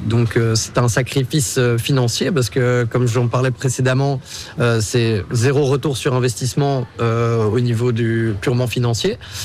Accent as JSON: {"language": "French", "town": "Brussels", "region": "Brussels-Capital Region", "country": "Belgium", "said": "Et en tant que bon bruxellois autocentré, on pensait que c'était une expression bruxelloise."}